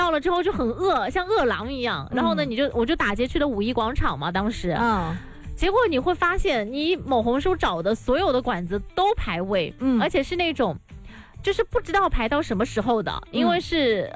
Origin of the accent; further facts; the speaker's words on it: Guangdong, China; 我们广东人